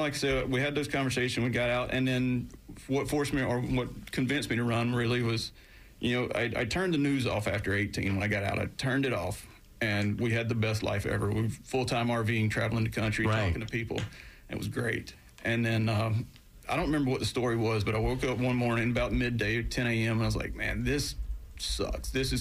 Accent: Georgia, United States; Like I said, I grew up in South Georgia, very conservative area, joined the Navy, met all kinds of people from different parts of America, different parts of the world

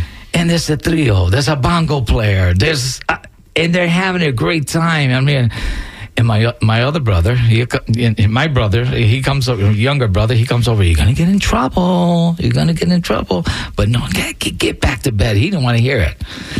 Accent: Bridgeport, Connecticut, United States; moved away; I was born in Bridgeport, Connecticut.

